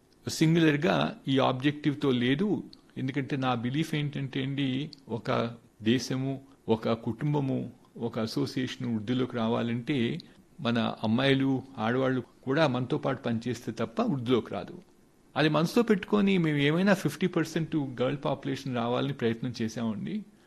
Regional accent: Mokshagundam, Andhra Pradesh, India; born there; moved away; మా ఊరు ఒకటేనండి, మోక్షగుండం అంటారు. ఇది ప్రకాశం డిస్టిక్లో బుధవారపేట మండలంలో ఉందండి విలేజ్. మా ఫాదర్ది ఆ ఊరు అనమాట. నేను అక్కడి నుంచి మైగ్రేట్ అయిపోయాను, ఒక 50 ఏళ్ళు అయిపోయింది నేను ఆ ఊర్లో ఉండి.

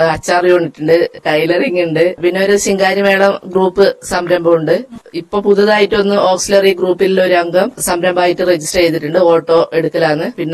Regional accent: Kerala, India; ഞാൻ ഇവിടെ തന്നെ ജനിച്ചു വളർന്നതാണ്. 10-45 വർഷം കഴിഞ്ഞു.

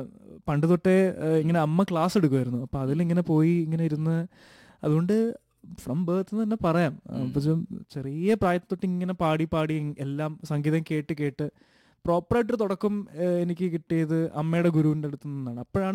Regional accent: Abu Dhabi, United Arab Emirates; also born or lived in Alappuzha, India; ഞാൻ ജനിച്ചത് ആലപ്പുഴയിലാണ്. അവിടെ ചെറിയ 1ാം ക്ലാസ് വരെ അവിടെ പഠിച്ചത്. അത് കഴിഞ്ഞിട്ട് തിരിച്ച് ഞാൻ അച്ഛന് ജോലിയൊക്കെ ആയി ഞങ്ങൾ അബുദാബിയിലേക്ക് ഷിഫ്റ്റ് ചെയ്തു. അപ്പം ഞങ്ങളൊരു 10 വർഷത്തോളം ഞാൻ അബുദാബിയിലായിരുന്നു.

